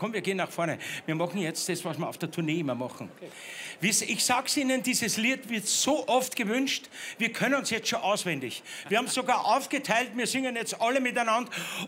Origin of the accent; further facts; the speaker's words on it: Austria; Ist ein bisschen wie bei uns daheim in Österreich, oder?